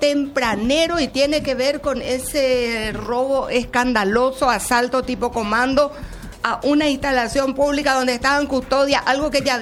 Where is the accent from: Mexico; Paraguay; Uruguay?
Paraguay; somos paraguayos